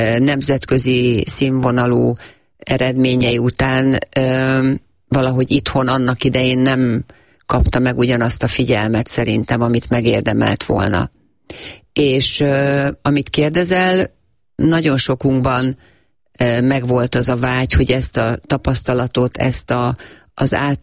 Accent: Hungary; Én nagyon büszke vagyok, és voltam mindig is, hogy magyarként szerepeltem, vagy képviseltem az országomat.

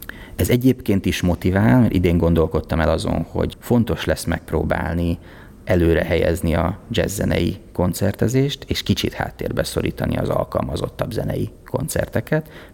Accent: Hungary; born there; moved away as an adult; milyen távol kerültem attól a közegtől és közösségtől, ahol egyébként vidéken felnőttem.

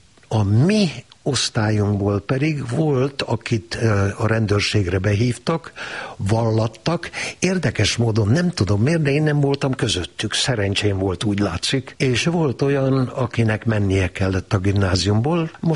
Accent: Kunmadaras, Jász-Nagykun-Szolnok, Hungary; moved away as an adult; also born or lived in Debrecen / Karcag / Szeged; Én Kunmadarason nőttem fel, nyakas kunok lakják, csak úgy, mint Kunhegyesen, és onnan kerültem a karcagi gimnáziumba

